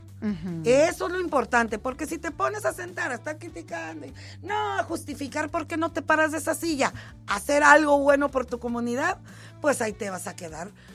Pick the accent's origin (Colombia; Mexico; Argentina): Mexico; Tijuana, Baja California; Y yo soy de Tijuana.